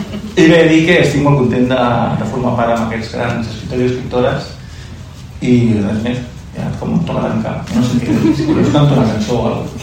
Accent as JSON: {"language": "Catalan", "town": "Cornellà de Llobregat", "region": "Catalonia", "country": "Spain", "moved": "as an adult", "lives_now": "Cubelles, Spain", "said": "jo soc de Cornellà, també he hagut de fugir de Barcelona per culpa de de la gentrificació tan, tan clar. I ara visc a Cubelles."}